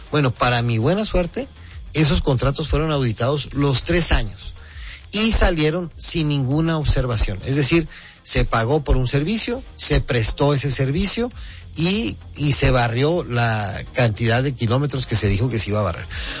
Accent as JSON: {"language": "Spanish", "town": "Ciudad Juárez", "region": "Chihuahua", "country": "Mexico", "tie": "born or raised there", "said": "Esta es mi tierra, es el lugar donde yo crecí, tengo un profundo amor por Juárez, y obviamente pues siempre estaré aquí"}